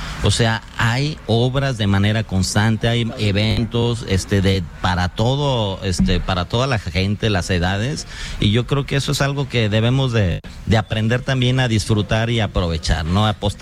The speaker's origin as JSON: {"language": "Spanish", "town": "Irapuato", "region": "Guanajuato", "country": "Mexico", "said": "es algo que nos hace sentirnos orgullosos de ir a cualquier parte del país y que, ¡ay, soy de Irapuato!"}